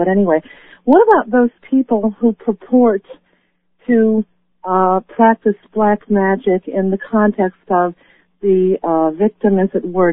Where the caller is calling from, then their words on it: Chicago, Illinois, United States; in Chicago.